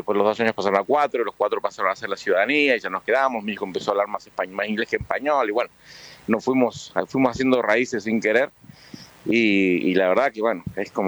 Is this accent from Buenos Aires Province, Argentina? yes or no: no; Comodoro Rivadavia, Chubut, Argentina; Nosotros somos de Comodoro.